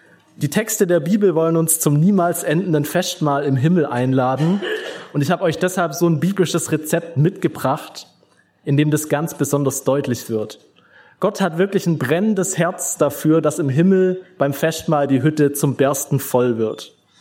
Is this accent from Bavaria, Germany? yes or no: no; Tuttlingen, Baden-Württemberg, Germany